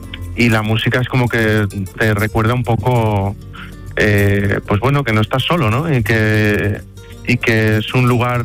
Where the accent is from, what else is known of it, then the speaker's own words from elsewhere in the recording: Seville, Andalusia, Spain; now in Fuengirola, Spain; mañana Fuengirola, que es mi casa, que tengo mucha ganas de volver a mi tierra, de volver a Sevilla